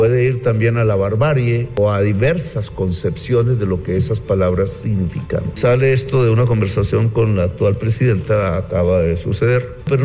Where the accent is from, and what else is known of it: Colombia